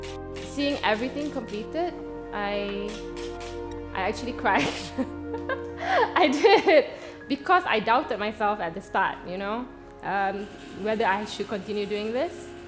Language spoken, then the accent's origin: English; Kuala Lumpur, Malaysia; I am from Kuala Lumpur, Malaysia, and I am a carpenter and entrepreneur.